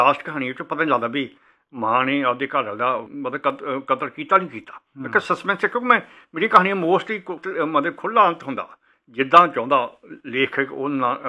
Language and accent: Punjabi; Punjab, India; ਅਤੇ ਸਾਡੇ ਪਿੰਡ ਤੋਂ 5 ਕਿਲੋਮੀਟਰ ਦੂਰ ਨਕੋਦਰ ਪੈਂਦਾ ਸੀ, ਅਤੇ ਮੈਂ ਅਤੇ ਮੇਰਾ ਬ੍ਰਦਰ ਦੋਵੇਂ ਅਸੀਂ ਤੁਰ ਕੇ ਪਾਣੀ ਜਾਂਦੇ ਸੀ।